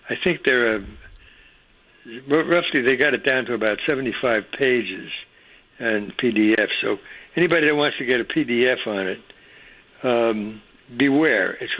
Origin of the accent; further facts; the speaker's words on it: Brooklyn, New York, United States; now in Boston, United States; Well, you know, when I came up here from Brooklyn in 59, I guess it was.